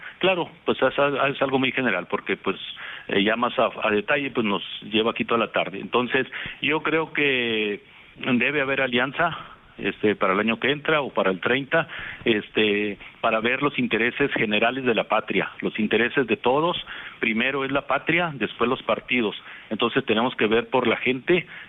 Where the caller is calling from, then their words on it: Chihuahua, Mexico; como aquí en Chihuahua